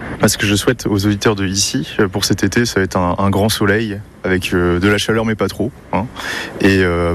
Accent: Vannes, Brittany, France; parce que moi je viens de Vannes, donc du coup on parle souvent de Quiberon, de Carnac

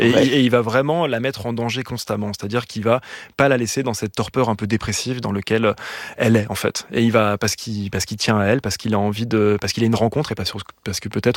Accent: Lyon, Auvergne-Rhône-Alpes, France; Moi, j'ai grandi à Lyon. Et à Lyon, il y a un endroit assez...

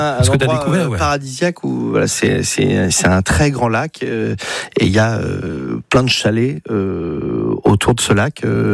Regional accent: Paris, Île-de-France, France; Mais et après, moi, j'ai grandi à la Contrescarpe.

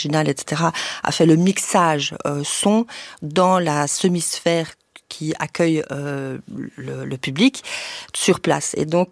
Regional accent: Luxembourg; born or raised there; moved away as an adult; also born or lived in Brussels, Belgium

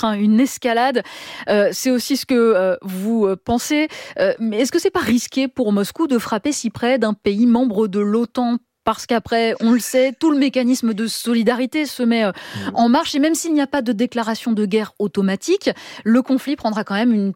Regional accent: France; chez nous, en France.

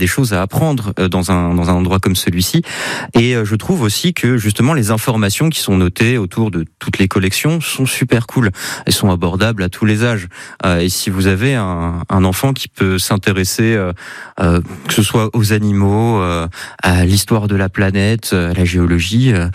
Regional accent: Bourgogne-Franche-Comté, France; born there; moved away; quand j'étais ado, je vivais en Franche-Comté avec ma famille

